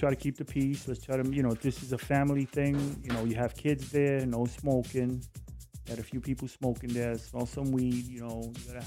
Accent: New York City, New York, United States; because I'm from Brooklyn.

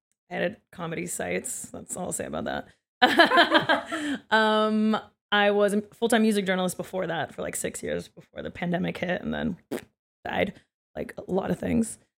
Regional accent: Pittsburgh, Pennsylvania, United States; I'm from Pittsburgh, Pennsylvania.

